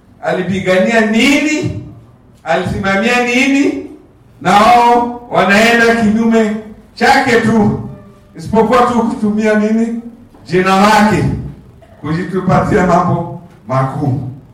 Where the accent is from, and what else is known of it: Kenya